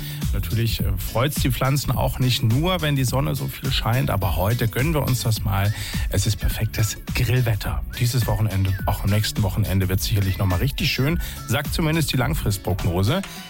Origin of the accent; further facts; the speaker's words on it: Freiburg, Baden-Württemberg, Germany; Ja, als Freiburger kann ich sagen, so eine Münsterwurst, die gehört für mich auch immer mit dazu.